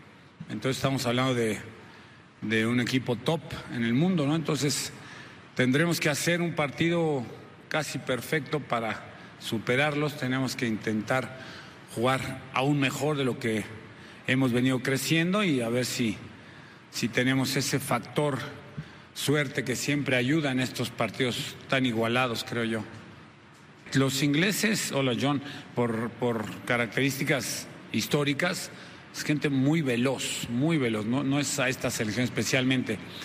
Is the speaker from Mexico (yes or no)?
yes; Mexico; somos 11 mexicanos